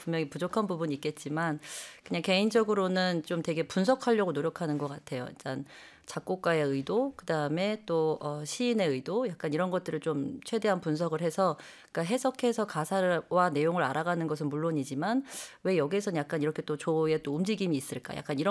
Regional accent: Suwon, Gyeonggi Province, South Korea; born there; 이제 그러다가 초등학교 때 저는 이제 수원 태생인데요. 네. 수원의 남파 소년 소녀 합창단이라고.

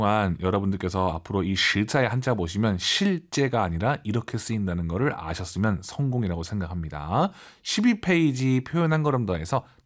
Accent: South Korea; 우리 한국인 입장에서는 게임하니까 쪼어 요시 되거든요.

